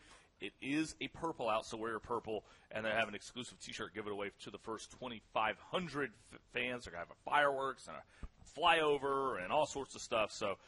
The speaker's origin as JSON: {"language": "English", "town": "Louisville", "region": "Kentucky", "country": "United States", "said": "He's like, oh, we're from Louisville. And I was like, I'm from Louisville, too."}